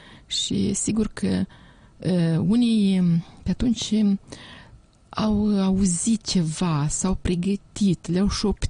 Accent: Chirileni, Ungheni District, Moldova; la noi la satul meu, Chirileni Ungheni, de unde sunt eu, se zice scoarță

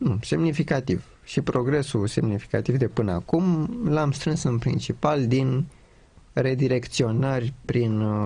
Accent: Romania; Am crescut în România, unii ar zice că numai din asta aș avea o datorie. Faptul că am crescut aici, de bine de rău, aici m-am format.

